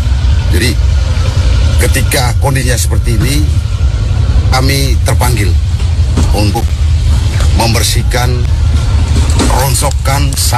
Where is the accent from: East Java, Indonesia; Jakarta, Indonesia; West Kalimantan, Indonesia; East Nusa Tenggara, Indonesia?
East Nusa Tenggara, Indonesia; Labuan Bajo; born there; Ya, kami sebagai warga Labuan Bajo yang lahir di Labuan Bajo sangat prihatin dengan keadaan dan kondisi sempadan pantai Pulau Bajo saat ini.